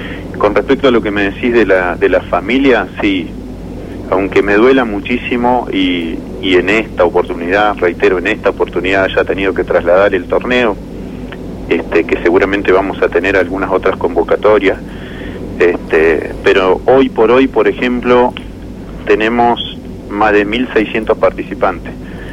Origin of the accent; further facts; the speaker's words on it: General Roca, Río Negro, Argentina; soy de Roca, ¿no? Soy de acá.